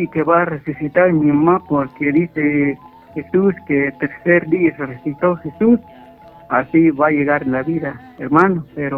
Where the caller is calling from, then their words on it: Todos Santos Cuchumatán, Huehuetenango, Guatemala; de Todos Santos, Cuchumatán, de Cacería y Tibuboch, parte de Unión Cantinil de San Pedro Necta y Chimaltenanga